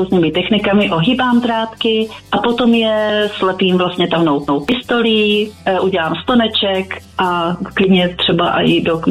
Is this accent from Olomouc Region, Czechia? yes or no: yes; Jeseník, Olomouc Region, Czechia; now in Prague, Czechia